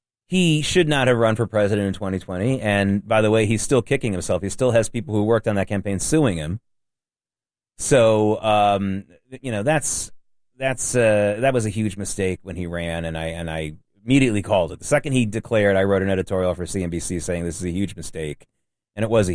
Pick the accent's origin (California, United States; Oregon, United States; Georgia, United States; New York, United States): New York, United States; New York City; And by the way, I used to take it as a kind of thing of pride as a New Yorker that we were so unique.